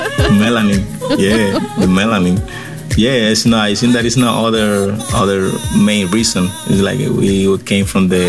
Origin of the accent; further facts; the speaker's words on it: Pinar del Río, Cuba; I was like, I came from Pinar del Rio, my hometown.